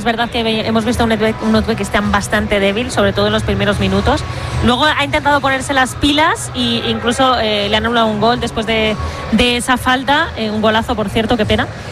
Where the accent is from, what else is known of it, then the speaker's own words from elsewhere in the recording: Spain; obviamente yo soy de España